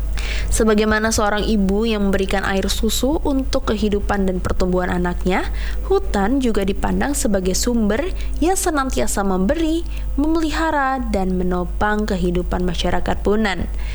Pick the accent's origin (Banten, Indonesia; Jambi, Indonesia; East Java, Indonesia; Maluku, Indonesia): Banten, Indonesia; Kalau di daerah saya kan kecilnya di Banten ya.